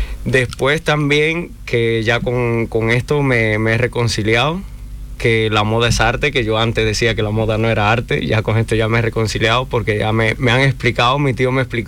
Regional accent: Cuba; soy un diseñador cubano

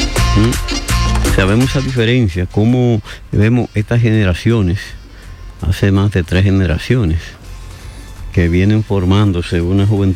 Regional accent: Spain; Yo soy español, España, España.

